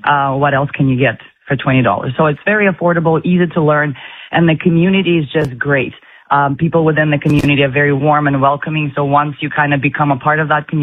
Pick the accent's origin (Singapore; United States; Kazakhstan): Kazakhstan; now in Regina, Canada; I am originally from Kazakhstan. I went to school in England. I met my husband in Europe and then decided to come out and visited him in Canada. And then I just stayed.